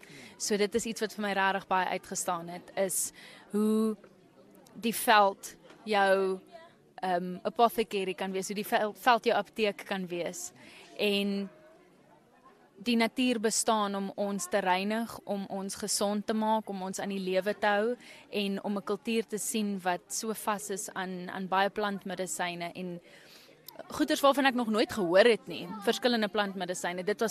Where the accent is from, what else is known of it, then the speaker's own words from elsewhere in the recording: Windhoek, Khomas, Namibia; Ek is 27, ek is gebore en groot geword in Windhoek, maar my familie kom van Gobabis af. Ja, ek is eindelijk een Gobabis